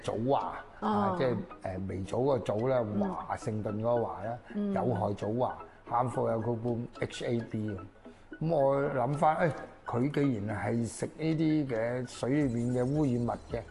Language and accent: Cantonese; Foshan, Guangdong, China; 就翻我家鄉順德佛山區嘅佛山順德區裏面咧去搞呢件事咧